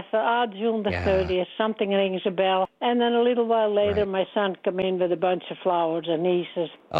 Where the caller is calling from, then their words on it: Burlington, Ontario, Canada; From Burlington.